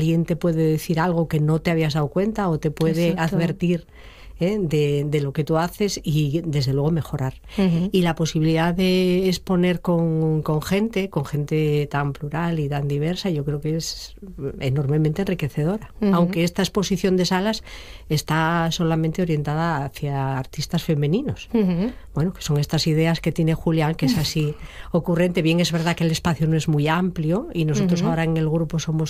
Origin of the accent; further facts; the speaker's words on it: Cangas del Narcea, Asturias, Spain; Yo soy de Cangas del Narcea, de un, uh-huh, pueblo que se llama Visullo.